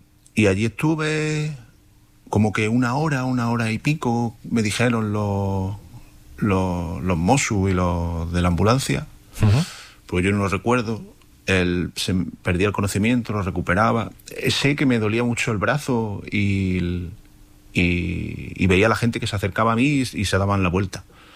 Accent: Málaga, Andalusia, Spain; moved away as an adult; Sí, dejé el trabajo en Málaga, vengo de Málaga, mi hija está allí, y tengo una hija con 11 años. Y me vine a vivir aquí con mi pareja

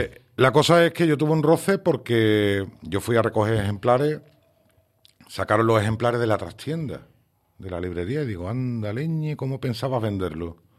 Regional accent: San Fernando, Andalusia, Spain; now in Galicia, Spain; yo soy de San Fernando pero vivo en Galicia.

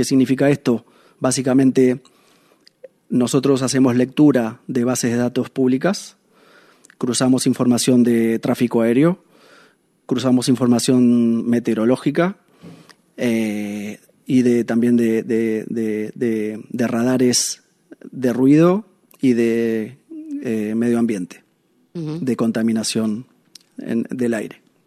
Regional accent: Argentina; Soy argentino, vivo hace 6 años en el barrio de La Pineda. Adopté el barrio y adopté la ciudad como propia.

